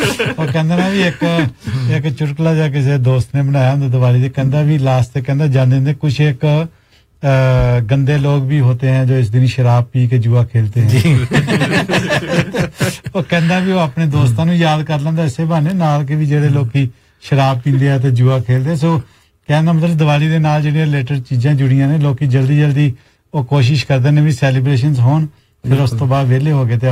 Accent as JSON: {"language": "Punjabi", "town": "Amritsar", "region": "Punjab", "country": "India", "tie": "born or raised there", "said": "ਅੰਮ੍ਰਿਤਸਰ ਤੁਹਾਨੂੰ ਪਤਾ ਵੀ ਜਿਹੜਾ ਗੁਰੂ ਦੀ ਨਗਰੀ ਵੀ"}